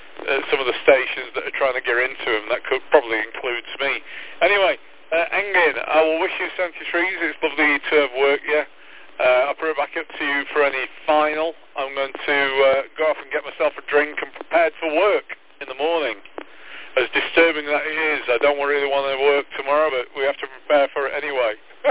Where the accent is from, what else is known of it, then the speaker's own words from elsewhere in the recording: Sheffield, Yorkshire and the Humber, United Kingdom; now in North Nottinghamshire, United Kingdom; I'm from Sheffield originally, and it's, the city is built on seven hills